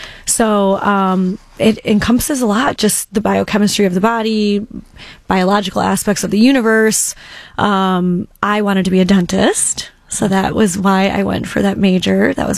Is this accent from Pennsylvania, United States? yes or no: no; Shelby, Michigan, United States; I grew up in Shelby.